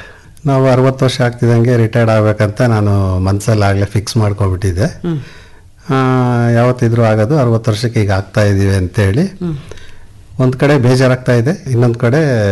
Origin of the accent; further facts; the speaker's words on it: Hiriyur, Karnataka, India; moved away as an adult; also born or lived in Madikeri; ನಾನು ಚಿತ್ರದುರ್ಗ ಜಿಲ್ಲೆ ಹಿರಿಯೂರು ತಾಲೂಕು ವಾಣಿವಿಲಾಸ್ಪುರ ಗ್ರಾಮದವರು.